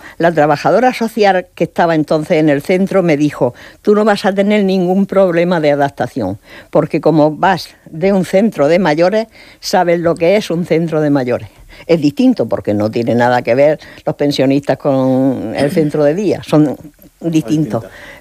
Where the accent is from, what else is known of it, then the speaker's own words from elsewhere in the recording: Cartagena, Region of Murcia, Spain; moved away as an adult; now in Murcia, Spain; hace 20 años que soy de Cartagena, me vine de Cartagena a Murcia porque mis hijos ya terminaron sus carreras, se casaron en Murcia, vivían en Murcia